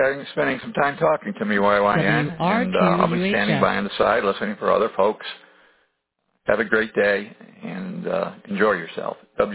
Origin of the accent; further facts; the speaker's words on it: Connecticut, United States; moved away as an adult; now in Leesburg, United States; And before that, I was in New England in Connecticut. And I grew up in Connecticut and spent my whole career there.